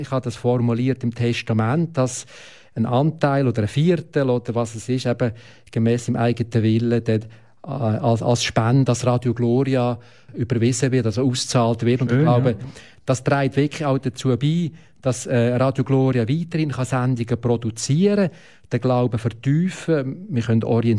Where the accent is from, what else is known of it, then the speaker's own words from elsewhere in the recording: Switzerland; wir als Schweizer, unsere Gesellschaft, tut für die Zukunft Vorsorge.